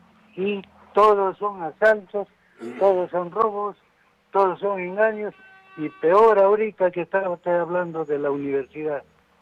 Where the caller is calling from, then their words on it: Arequipa, Peru; Eso yo, como arequipeño, no sé, hay mucha gente que está ignorando lo que está pasando en El Salvador.